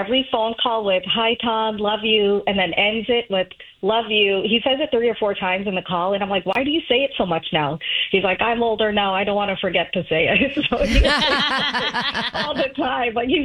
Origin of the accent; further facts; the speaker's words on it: India; born there; moved away; growing up, so in the Indian culture, saying I love you is not really something you do growing up in India.